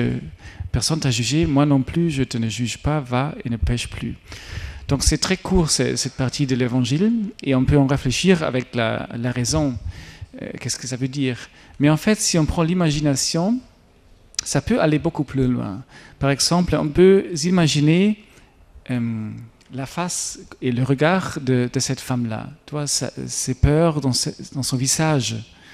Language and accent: French; Germany; accent: German; French is a second language; D'ailleurs, pardon pour mon accent allemand, hein, j'espère que vous avez tout compris quand même. Voilà, ça fait longtemps que je n'ai pas parlé en français en fait.